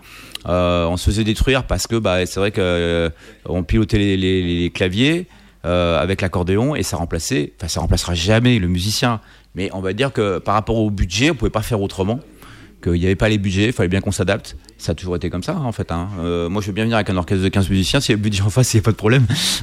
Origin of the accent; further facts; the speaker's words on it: France; moi je suis français